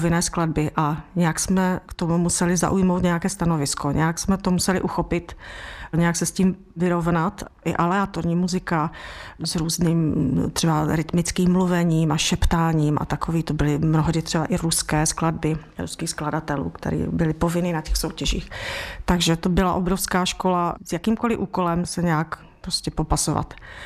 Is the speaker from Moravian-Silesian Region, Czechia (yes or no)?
yes; Karviná, Moravian-Silesian Region, Czechia; já jsem z Hornického kraje, z Karviné, a tam vlastně obrovská kultura bylo zborové studio